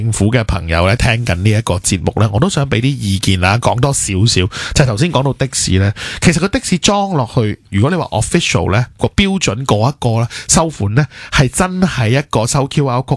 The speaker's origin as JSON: {"language": "Cantonese", "country": "Hong Kong", "said": "咁当然我哋香港人系冇问题嘅，"}